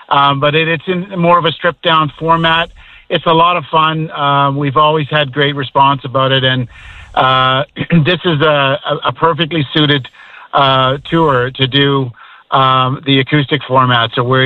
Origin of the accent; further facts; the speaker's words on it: Ontario, Canada; born there; And my other brother, I was born in Ontario, but my father is from Grand Falls